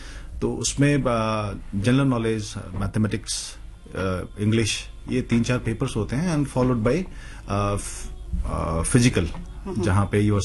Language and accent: Hindi; Bihar, India; मैं बिहार में पैदा पला बड़ा हुआ